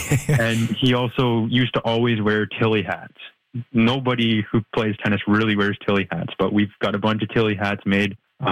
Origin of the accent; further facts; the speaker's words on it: Petrolia, Ontario, Canada; I'm from Petrolia, about 30 minutes outside.